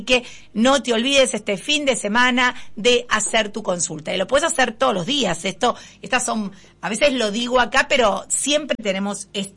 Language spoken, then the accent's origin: Spanish; Buenos Aires, Argentina; yo también soy reporteña